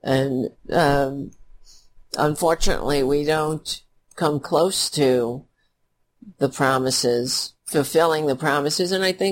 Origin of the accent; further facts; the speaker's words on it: New York City, New York, United States; I served this country in uniform after witnessing the towers fall in my hometown, and I felt like I needed to do something to help.